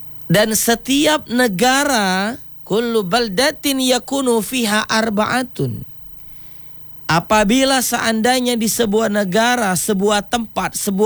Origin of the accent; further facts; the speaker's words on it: West Kalimantan, Indonesia; Sintang adalah rumah kita bersama.